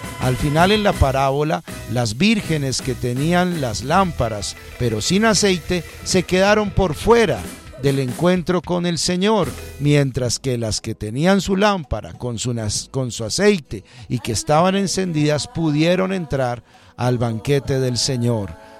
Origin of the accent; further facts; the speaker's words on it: Colombia; Pero como colombianos, Colombia es un país creyente, Colombia es un país orante.